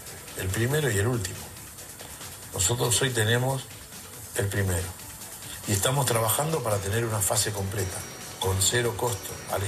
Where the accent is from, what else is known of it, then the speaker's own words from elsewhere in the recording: Argentina; Y yo también, porque somos argentinos y porque estamos orgullosos.